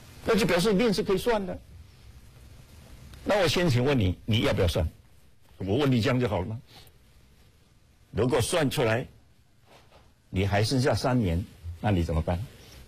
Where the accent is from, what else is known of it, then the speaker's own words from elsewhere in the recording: China; 我们中国人